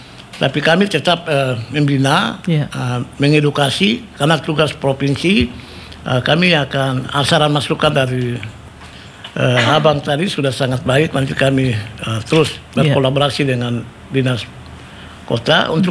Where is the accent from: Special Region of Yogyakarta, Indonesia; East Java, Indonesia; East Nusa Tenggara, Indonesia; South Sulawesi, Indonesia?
Special Region of Yogyakarta, Indonesia; Yogyakarta; Kalau kita lihat misalnya di kota-kota macam Jogja, saya dari Jogja.